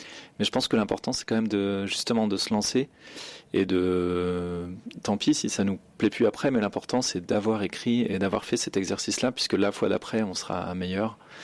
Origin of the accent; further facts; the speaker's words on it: Niort, Nouvelle-Aquitaine, France; moved away; moi, je suis originaire de Niort. D'ailleurs, je suis revenu, j'habite aujourd'hui encore dans les Deux-Sèvres.